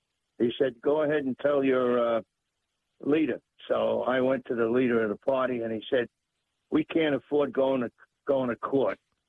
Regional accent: New York City, New York, United States; I ran for state senator, state assembly twice, and I ran for Congress once. In New York City, that's my hometown.

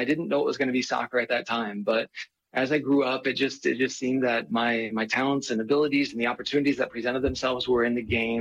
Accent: United States; also born or lived in Chile; being an American playing soccer here in the United States

